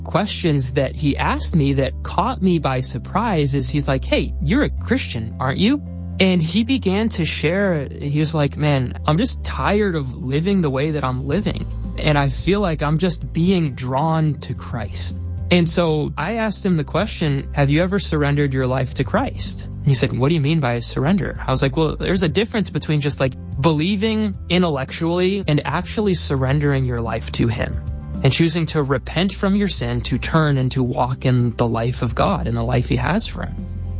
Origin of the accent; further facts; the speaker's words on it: Minnesota, United States; now in San Diego, United States; I had learned that one of my high school friends that I grew up in Minnesota, had moved 20 minutes away from me to San Diego, California.